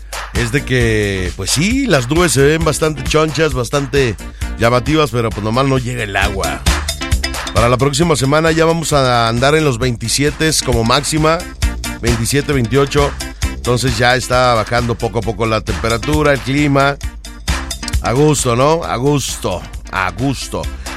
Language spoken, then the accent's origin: Spanish; Mexico